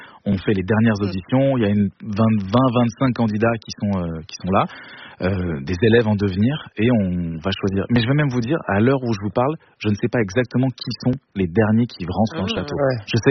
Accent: German-speaking Switzerland, Switzerland; je suis suisse allemand

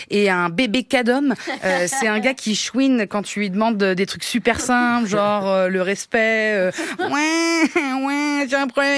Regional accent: Italy

